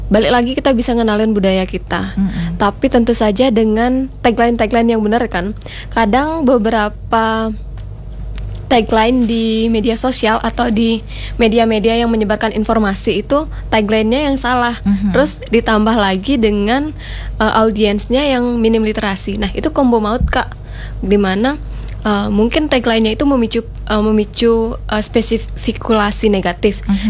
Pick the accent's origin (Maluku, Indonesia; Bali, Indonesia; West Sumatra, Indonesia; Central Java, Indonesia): Bali, Indonesia; Kita nih orang Bali itu yang tahu budaya kita kan kita sendiri.